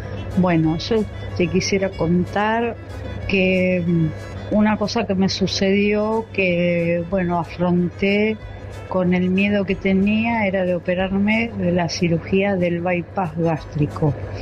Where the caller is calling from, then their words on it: San Antonio de Padua, Buenos Aires Province, Argentina; de Padua.